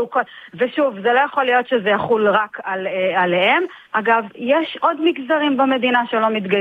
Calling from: Tel Aviv, Tel Aviv District, Israel; בתור תל אביבית

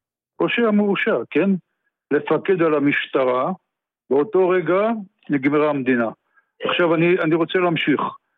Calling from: Petah Tikva, Central District, Israel; אני מפתח תקווה.

